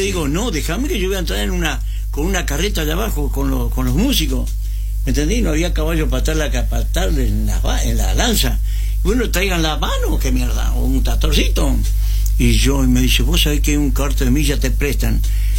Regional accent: Santa Fe, Argentina; born there; ahora es intendente de la ciudad de Santa Fe, donde yo nací.

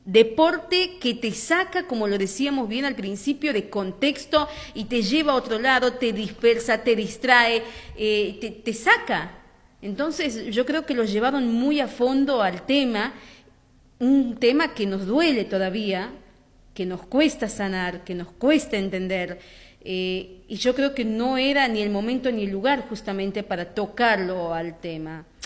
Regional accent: Argentina; Demasiado venimos cargando nosotros como argentinos tantas cosas en la espalda.

